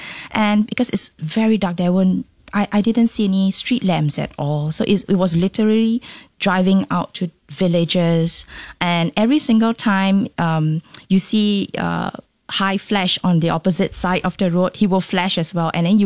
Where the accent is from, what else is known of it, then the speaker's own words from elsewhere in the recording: Singapore; I mean, being Singaporean, I'm like, okay, this is unusual